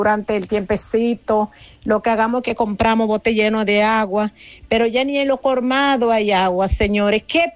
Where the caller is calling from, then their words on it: Santiago de los Caballeros, Santiago, Dominican Republic; Le hablo de Villa Progreso, La Herradura.